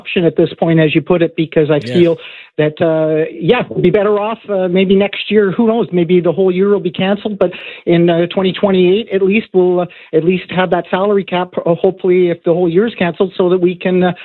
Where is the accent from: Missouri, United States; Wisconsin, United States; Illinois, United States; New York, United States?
Illinois, United States; Chicago; I'm originally from Chicago, so I'm not really a Dodger